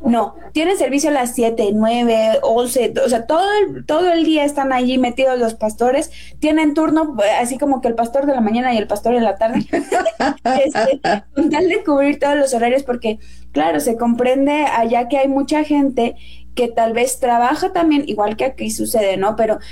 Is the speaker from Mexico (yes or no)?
yes; Mexico; porque mi sangre es guatemalteca, voy a decir yo. No, o sea, con mucho orgullo por todo a México y me siento orgullosamente mexicana, pero pues también de mis raíces no me siento avergonzada.